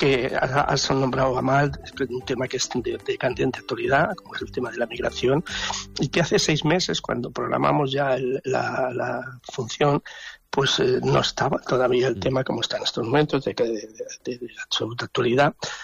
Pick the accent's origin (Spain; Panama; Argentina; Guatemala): Spain; Granada, Andalusia; soy andaluz, granadino